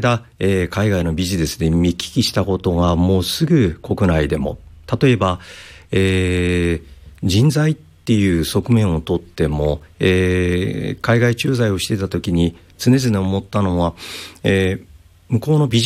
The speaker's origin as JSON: {"language": "Japanese", "town": "Kanazawa", "region": "Ishikawa", "country": "Japan", "tie": "born or raised there", "moved": "yes", "said": "私のふるさとの、この地域"}